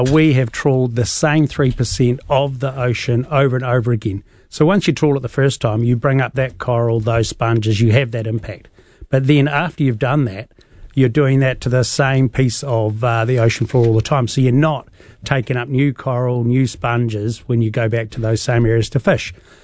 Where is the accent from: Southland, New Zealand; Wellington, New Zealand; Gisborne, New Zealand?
Southland, New Zealand; He was an inshore fisherman in Southland, so I grew up in Southland.